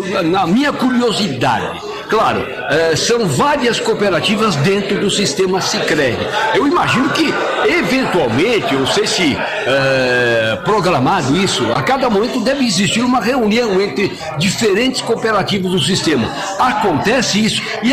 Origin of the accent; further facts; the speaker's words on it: Nova Prata, Rio Grande do Sul, Brazil; Poxa vida, nós somos de Nova Prata. Nós queremos também esse cuidado das coisas, porque nós somos em Nova Prata.